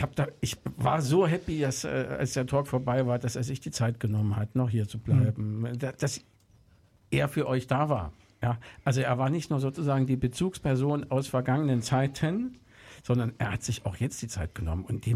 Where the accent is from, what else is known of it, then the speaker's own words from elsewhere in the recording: Jena, Thuringia, Germany; ich bin ja in Jena groß geworden